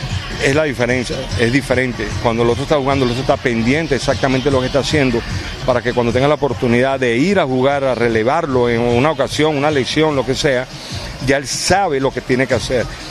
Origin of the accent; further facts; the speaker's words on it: Ciudad Bolívar, Bolívar, Venezuela; El pescado típico de mi pueblo, Ciudad Bolívar.